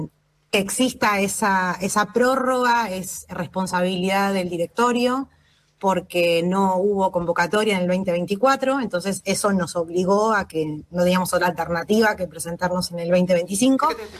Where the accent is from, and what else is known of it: Argentina